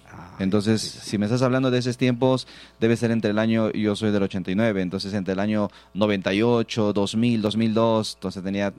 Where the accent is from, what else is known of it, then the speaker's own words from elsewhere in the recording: Villa Rica, Pasco, Peru; moved away as an adult; also born or lived in Ñagazú / Tingo María / Lima / Loreto; yo nací en Alto Churumazú, que es una comunidad fronteriza entre Villarrica y Oxapampa.